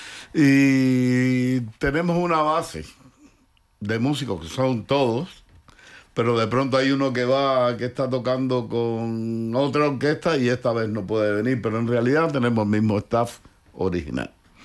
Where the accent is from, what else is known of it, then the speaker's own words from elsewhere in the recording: Cuba; now in Spain; el resto somos cubanos que vivimos aquí